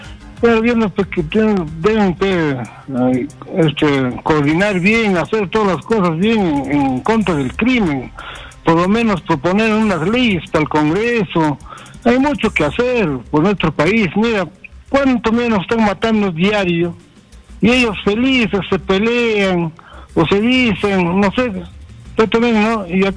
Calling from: Lima, Peru; de Cerca de Lima.

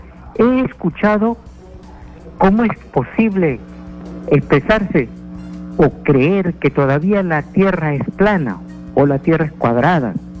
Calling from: Lima, Peru; de Comas.

